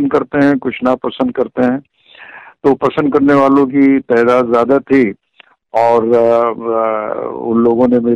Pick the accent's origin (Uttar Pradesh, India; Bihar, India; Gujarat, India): Uttar Pradesh, India; Rampur; और मैं यहाँ पुरानागंज कीरबाज खां रामपुर का ही निवासी हूँ, और मैंने अपनी एजुकेशन भी यहीं से की